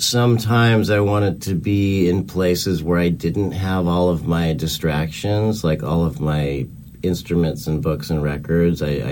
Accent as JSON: {"language": "English", "region": "the West", "country": "United States", "tie": "born or raised there", "also_born_or_lived": "North Carolina", "moved": "yes", "said": "I grew up out in the West."}